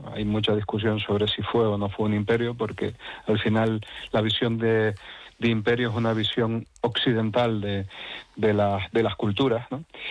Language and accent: Spanish; Canary Islands, Spain; Bueno, soy canario